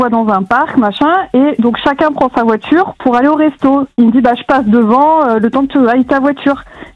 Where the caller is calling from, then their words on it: Brittany, France; Moi, j'habite en Bretagne.